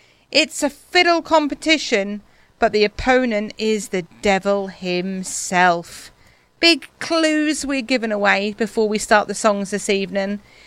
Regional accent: East of England, United Kingdom; accent: Norfolk; That's my Norfolk accent.

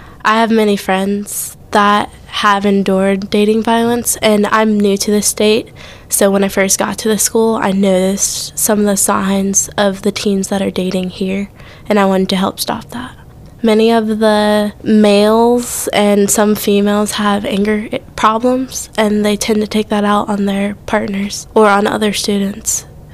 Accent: South Allegheny, Pennsylvania, United States; I'm 18, and I'm from South Allegheny.

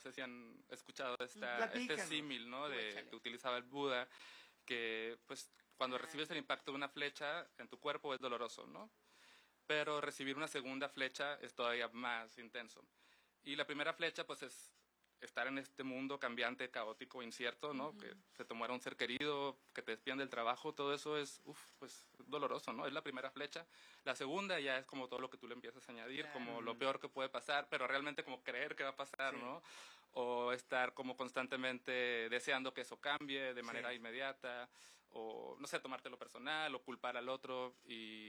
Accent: Mexicali, Baja California, Mexico; Yo soy de Mexicali.

